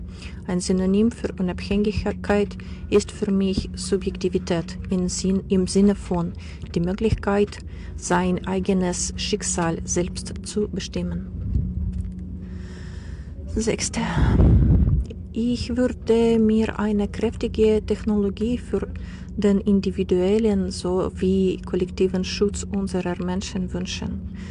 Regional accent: Ukraine; German is a second language; moved away; Gerade hier in der Emigration habe ich mich erlauben, die Kultur meiner Heimat immer mehr zu schätzen. Ich bin mit der ukrainischen Community in Kontakt gekommen und die ukrainische Kultur ist eine der wichtigen Mittel, die die Diaspora verbindet.

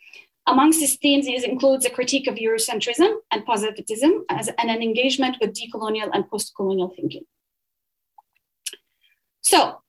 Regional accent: Saudi Arabia; I looked at my experiences in the global South, growing up in Saudi Arabia to a Saudi family

